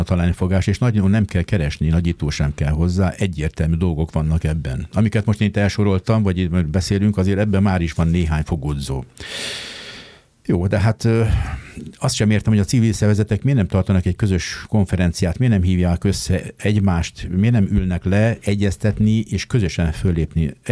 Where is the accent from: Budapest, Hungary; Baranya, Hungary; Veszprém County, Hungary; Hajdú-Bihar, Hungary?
Budapest, Hungary; Én budapestiként